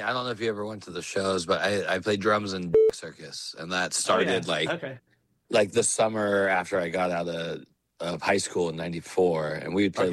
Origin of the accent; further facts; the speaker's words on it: Oxnard, California, United States; Not born, but pretty much spent most of my time in Wainimi.